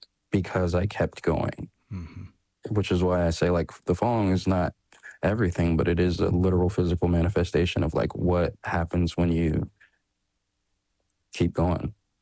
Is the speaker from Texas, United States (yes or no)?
yes; Texas, United States; It's a big part of why I was so afraid of being myself growing up, because it's just like, yeah, we're not as... We tend to not be as open-minded as other places.